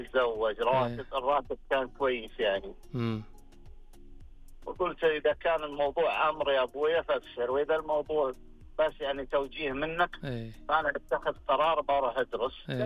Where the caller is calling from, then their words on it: Jeddah, Makkah Province, Saudi Arabia; أكلمك من جدة